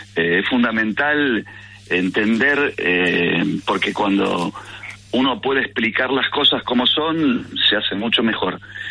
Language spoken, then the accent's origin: Spanish; Argentina; tenemos que saber lo que tenemos como argentinos, tenemos que estar orgullosos de lo que tenemos como argentinos